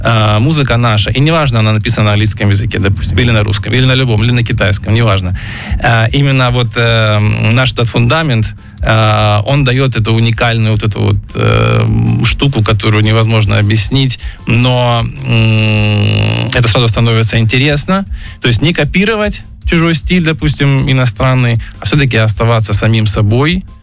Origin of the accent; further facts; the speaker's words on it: Rostov-on-Don, Rostov Oblast, Russia; я из Ростова, ну, да, вы правильно сказали, это казачий край в том числе.